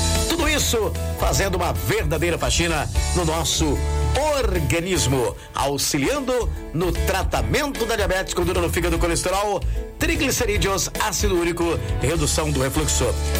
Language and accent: Portuguese; Descalvado, São Paulo, Brazil; moved away; Alô, alô, Descalvado, minha terra querida, minha terra amada.